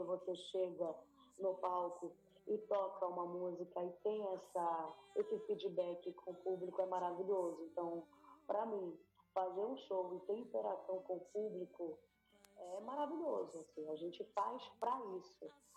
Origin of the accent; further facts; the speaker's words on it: Amapá, Brazil; Eu sou do estado do Amapá, que é vizinho do estado do Pará.